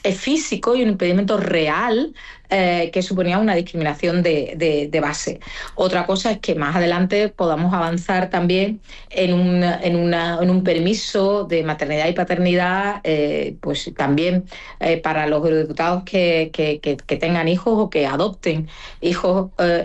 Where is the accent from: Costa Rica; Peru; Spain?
Spain; Seville, Andalusia; yo que soy de Sevilla